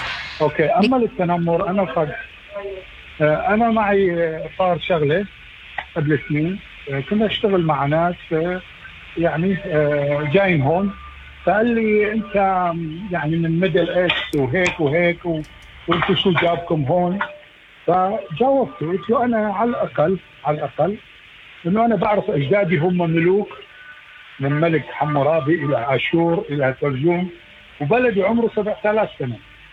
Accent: Iraq; moved away; احنا من احنا صغار في مدارسنا، أنا بالعراق

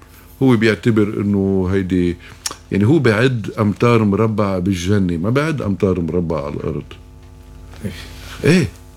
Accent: Lebanon; نحن خيي كلبنانيين

